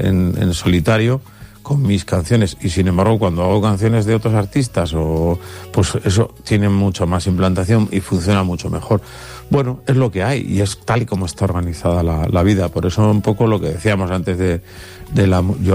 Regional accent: Pamplona, Navarre, Spain; en mi tierra, en Pamplona

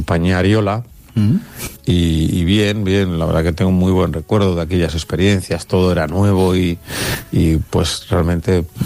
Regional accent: Pamplona, Navarre, Spain; also born or lived in Madrid; now in Valencia, Spain; en realidad soy de Pamplona y he vivido en Pamplona, bueno, en Pamplona, en Madrid, en muchos sitios, pero es que ahora sí que me he instalado prácticamente de forma definitiva en Valencia.

